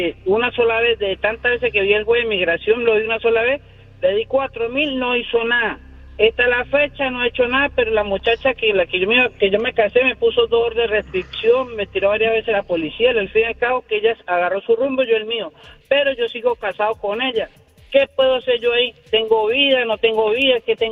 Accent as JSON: {"language": "Spanish", "country": "Venezuela", "said": "yo estoy dismiso, yo soy de Venezuela, pero yo no tengo corte, yo no tengo nada"}